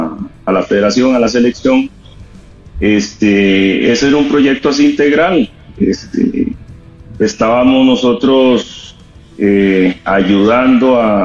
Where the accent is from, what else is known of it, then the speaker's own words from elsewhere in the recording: Limón, Costa Rica; venimos de Limón